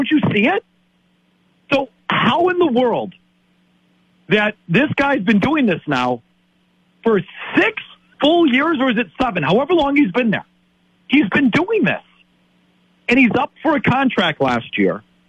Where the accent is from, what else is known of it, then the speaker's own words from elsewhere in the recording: Milwaukee, Wisconsin, United States; moved away; I'm from Wisconsin. I'm from Milwaukee.